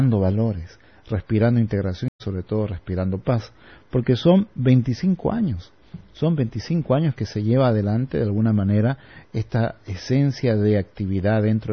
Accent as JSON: {"language": "Spanish", "region": "Santa Cruz", "country": "Bolivia", "said": "todos nosotros como cruceños, como bolivianos"}